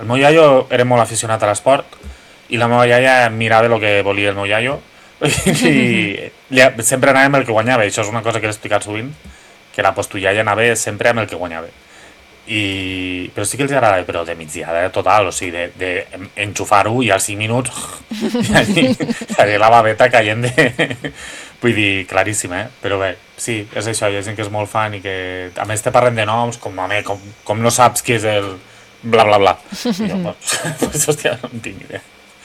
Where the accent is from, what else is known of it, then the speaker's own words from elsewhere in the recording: Barcelona, Catalonia, Spain; soc de Barcelona